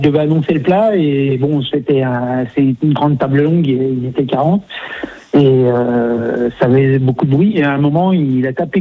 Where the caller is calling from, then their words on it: Verdun-sur-le-Doubs, Bourgogne-Franche-Comté, France; moi, je suis en Saône-et-Loire, je suis à Verdun-sur-le-Doubs, pas confondre avec Verdun dans la Meuse.